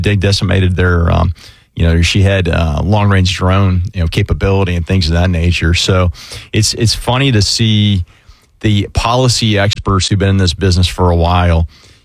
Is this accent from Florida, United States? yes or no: yes; Orange Park, Florida, United States; born or raised there